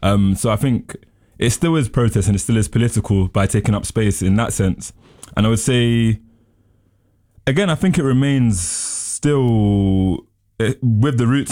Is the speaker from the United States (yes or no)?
no; London, United Kingdom; growing up in Shepherd's Bush, like in a poor background